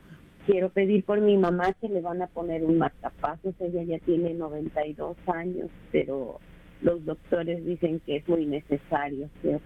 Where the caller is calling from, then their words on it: Harlingen, Texas, United States; de Harlingen, Texas, por la aplicación, los llamo.